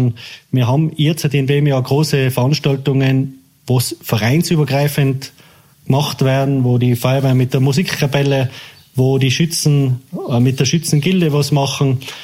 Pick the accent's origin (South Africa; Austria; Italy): Austria; Lans, Tyrol; Ja, ich bin in Lanz aufgewachsen. Wir haben ein bisschen auswärts von Lanz im Wald gewohnt.